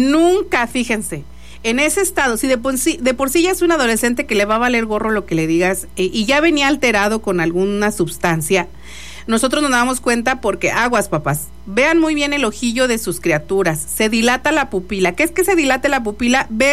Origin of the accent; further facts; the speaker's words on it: Mexico; Somos mexicanos a final de cuenta y todo le hallamos ahí el doble sentido.